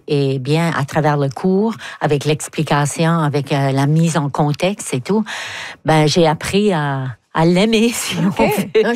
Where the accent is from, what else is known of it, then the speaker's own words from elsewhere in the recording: Moncton, New Brunswick, Canada; accent: Chiac; J'avais pas lu grand-chose en français parce que moi, je suis Chiac de Moncton. Donc, à l'époque, dans les années 50, on n'avait pas vraiment accès à beaucoup, beaucoup de livres francophones.